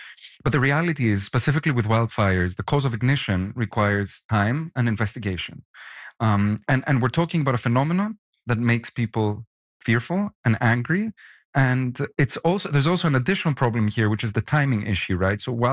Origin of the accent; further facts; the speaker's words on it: Greece; So I was expecting interest from my home country, maybe countries in the Mediterranean.